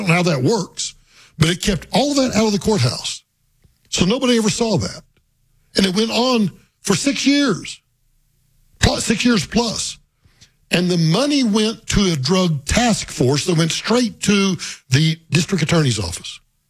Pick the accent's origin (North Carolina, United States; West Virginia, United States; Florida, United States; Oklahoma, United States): Oklahoma, United States; Guymon; moved away; my little hometown of Guymon, Oklahoma